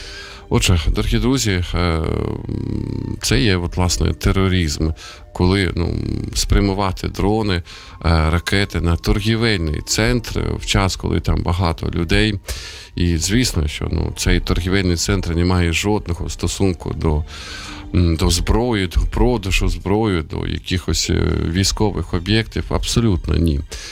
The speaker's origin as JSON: {"language": "Ukrainian", "town": "Sumy", "region": "Sumy Oblast", "country": "Ukraine", "tie": "born or raised there", "said": "от в моєму рідному місті вчора, позавчора, от росіяни завдавали удари по одному із торгівельних центрів, це місто Суми."}